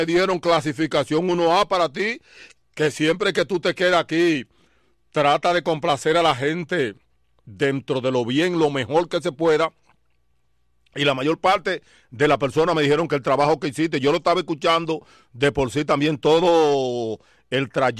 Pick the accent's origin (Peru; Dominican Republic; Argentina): Dominican Republic; no solamente nosotros como dominicanos